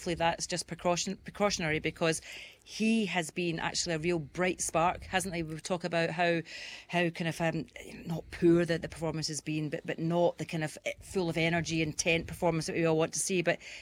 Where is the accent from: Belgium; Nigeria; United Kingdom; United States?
United Kingdom; Scotland; accent: Scottish; I was raging that I didn't ham up my Scottish accent